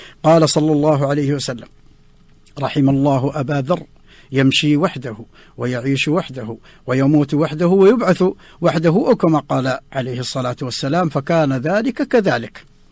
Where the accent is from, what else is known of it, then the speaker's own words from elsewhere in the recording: Saudi Arabia; هذا هو أفضل مكان عندهم في بلادنا المملكة العربية السعودية.